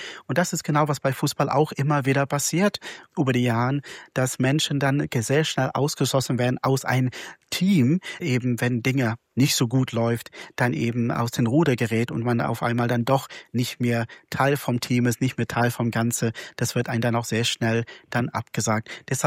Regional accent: South Africa; now in Lower Saxony, Germany; Ich bin in Südafrika groß geworden mit 11 amtlichen Sprachen, eine diverse Kultur, in eine multireligiöse Hausfamilie.

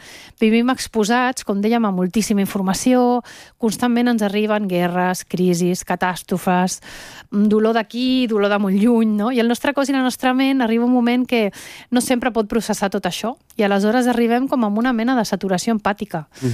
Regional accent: Venezuela; jo també sóc de Venezuela, que tinc una connexió emocional, que forma part de la meva vida aquella terra

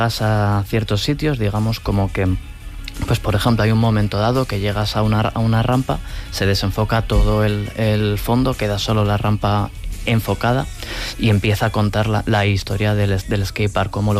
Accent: Tudela, Navarre, Spain; mi ciudad natal, Tudela.

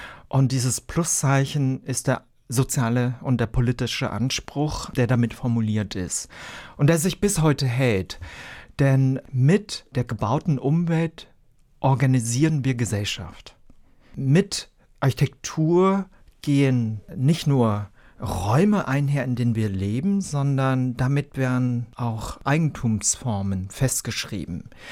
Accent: Bonn, North Rhine-Westphalia, Germany; Ich bin in Bonn zur Schule gegangen.

